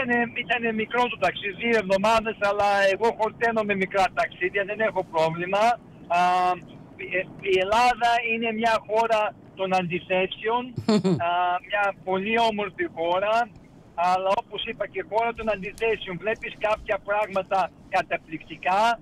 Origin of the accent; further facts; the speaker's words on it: Melbourne, Victoria, Australia; όπου έλεγα πως ήμουν από Μελβούρνη, Αυστραλία, χαιρότανε